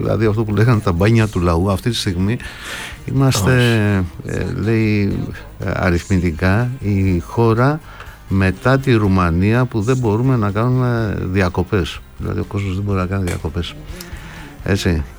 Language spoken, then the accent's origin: Greek; Western Greece, Greece; για μένα που είμαι από Δυτική Ελλάδα